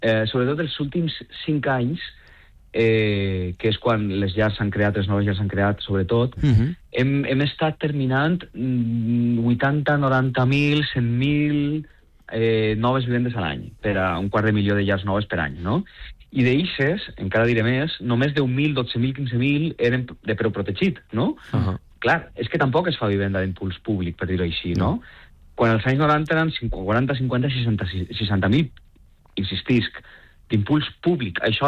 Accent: Valencia, Valencian Community, Spain; moved away; jo soc del Cabanyal, conec molt bé el cas del Cabanyal, perquè és el barri del que soc jo no visc allí ja, però he viscut allà

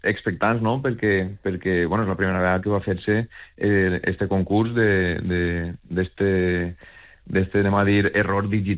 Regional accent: Gata de Gorgos, Valencian Community, Spain; molts músics som de Gata

